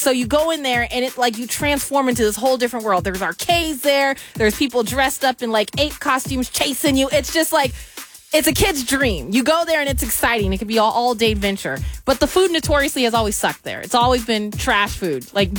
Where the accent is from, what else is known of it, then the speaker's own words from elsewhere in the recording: Colorado, United States; I'm from Colorado, all right? That's where I was born. That's where I grew up.